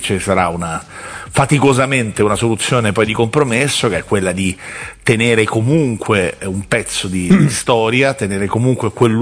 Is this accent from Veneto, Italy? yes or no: no; Rome, Lazio, Italy; io ho detto tante volte, da romano, quindi da persona che adesso si affaccia alla finestra, dalla finestra vede lo stadio olimpico